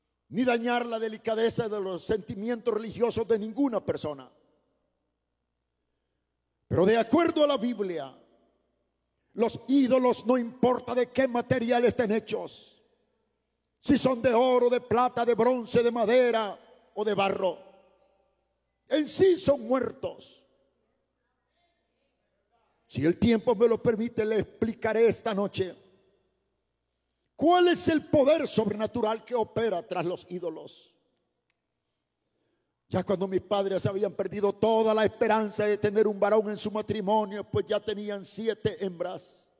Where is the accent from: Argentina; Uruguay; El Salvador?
El Salvador; Ciudad Barrios, San Miguel; born there; Nací en Ciudad Barrios, en la zona oriental de El Salvador.